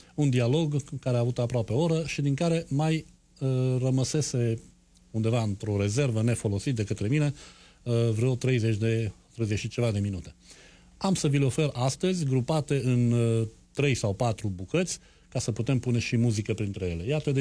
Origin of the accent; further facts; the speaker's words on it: Romania; now in Montreal, Canada; Un interviu pe care mi l-a luat în limba română, că suntem români.